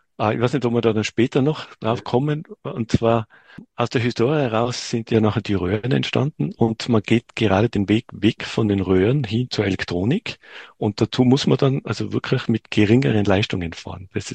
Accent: Bavaria, Germany; Jawohl, ja, ich bin aus Bayern.

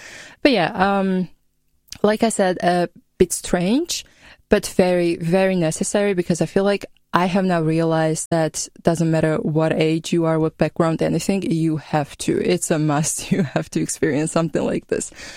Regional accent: Georgia; English is a second language; Well, first of all, I'm from Georgia. I'm 25. So, being 25 and coming to a different country as a volunteer for me was a bit strange

